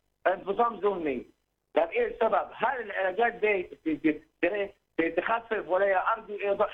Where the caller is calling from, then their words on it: Nag Hammadi, Qena Governorate, Egypt; من نجا حمادي.